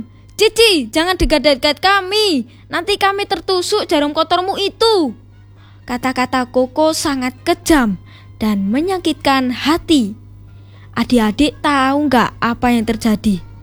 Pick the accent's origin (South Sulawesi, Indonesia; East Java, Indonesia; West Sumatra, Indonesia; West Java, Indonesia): East Java, Indonesia; Malang; bersekolah di SMPK Santa Maria 2 Malang. … berasal dari Malang.